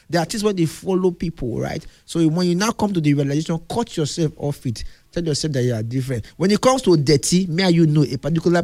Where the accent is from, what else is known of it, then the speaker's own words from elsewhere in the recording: Warri, Delta, Nigeria; there is a family we grew up with in Warri.